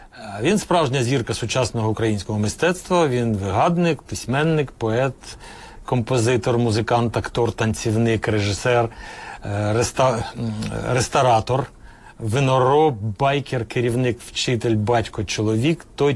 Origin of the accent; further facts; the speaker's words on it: Kyiv, Ukraine; born there; Попри те, що я киянин і народився тут, а так сталося, що не було мені де жити в власному місті.